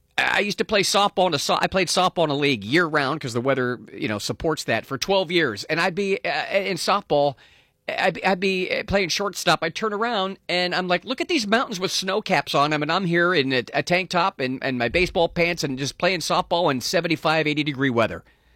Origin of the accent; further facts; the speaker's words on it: Ohio, United States; short time I've moved back, I moved back during the pandemic back here at the end of 2020, back to my home state of Ohio here.